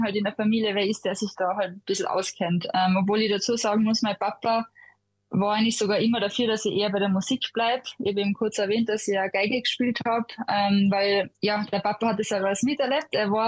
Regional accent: Innsbruck, Tyrol, Austria; also born or lived in Hall in Tirol; Geboren bin ich in Hall in Tirol, leben tue ich eigentlich schon seit ein Jahr alt bin in Innsbruck direkt, also eigentlich fast in der Stadt.

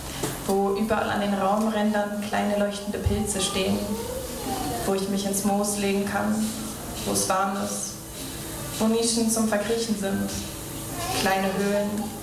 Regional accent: Northern Germany, Germany; now in Leipzig, Germany; ich komme hier aus dem Norden, ganz weit auf, aus Deutschland.

